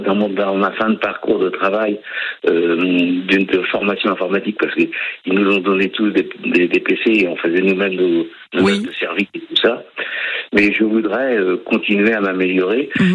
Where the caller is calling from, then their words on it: Normandy, France; Non, je suis à Saint-Pierre-du-Beaucrard, juste à côté de Tuissignol.